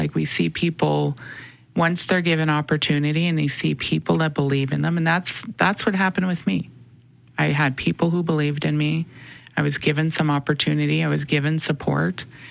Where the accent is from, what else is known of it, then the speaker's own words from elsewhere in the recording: Winnipeg, Manitoba, Canada; I always knew I was Indigenous, you know, I always knew I was Métis. Growing up in the North End